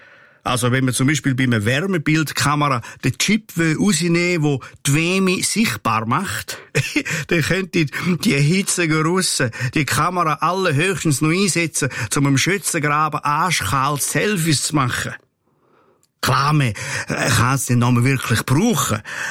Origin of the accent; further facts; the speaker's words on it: Switzerland; Natürlich, ja, da sind wir Schweizer nämlich weltweit führend.